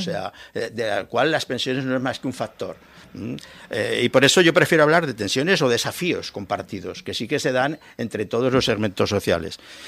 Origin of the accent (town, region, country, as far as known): Zaragoza, Aragon, Spain